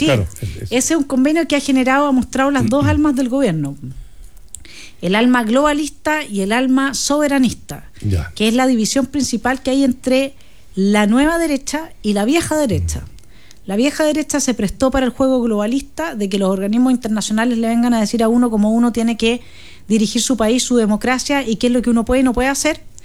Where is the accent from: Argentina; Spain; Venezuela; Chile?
Chile; nosotros somos chilenos